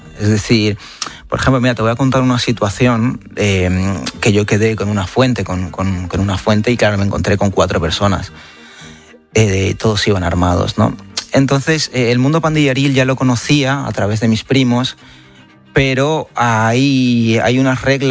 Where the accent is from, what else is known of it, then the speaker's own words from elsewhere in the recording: Nicaragua; moved away; en mi infancia en Nicaragua.